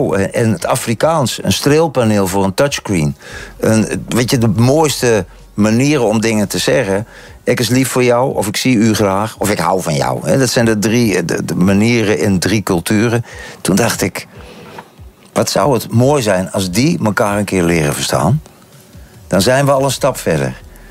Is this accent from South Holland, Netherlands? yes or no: no; Utrecht, Netherlands; accent: Dutch; now in Antwerp, Belgium; Ik kom uit Nederland, geboren en getogen net boven de rivieren bij Utrecht. Ga naar Antwerpen, vervlaams. Ook al klinkt mijn accent is nog altijd Nederlands.